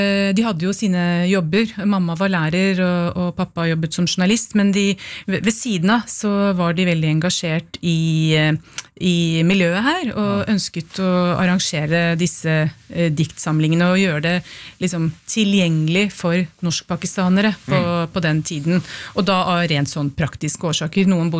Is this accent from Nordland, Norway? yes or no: no; Oslo, Norway; første året på barneskolen, da jeg gikk på Ellingsråsen.